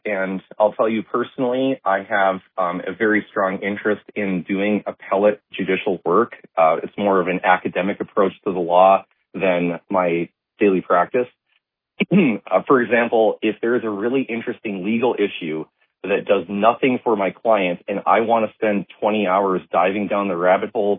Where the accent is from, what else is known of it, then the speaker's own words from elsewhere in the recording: Watford City, North Dakota, United States; also born or lived in Virginia / Bismarck; So I was born in Watford City, 1982. I now have a 2-mile commute here in my hometown where I go past the site of the hospital where I was born, the house we lived